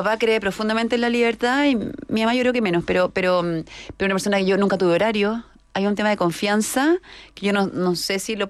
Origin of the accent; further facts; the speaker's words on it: Rancagua, O'Higgins, Chile; moved away; si no mi mamá se enoja. Soy de Rancagua, estudié allá en el Colegio Instituto Inglés y soy periodista.